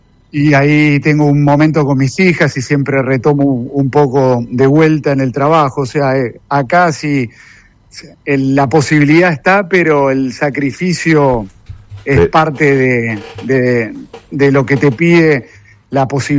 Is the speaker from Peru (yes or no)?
no; Argentina; moved away; nosotros en Argentina